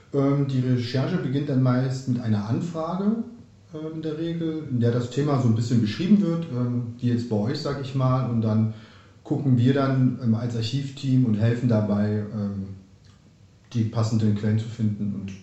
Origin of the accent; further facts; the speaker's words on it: Weimar, Thuringia, Germany; ich bin direkt gebürtig aus Weimar